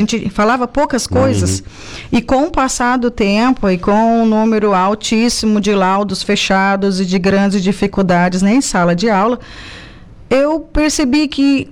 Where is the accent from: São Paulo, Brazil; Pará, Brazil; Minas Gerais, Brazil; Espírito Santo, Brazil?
Pará, Brazil; Belém; Depois voltei para Belém, que é a minha terra natal, e lá continuamos os nossos trabalhos, né?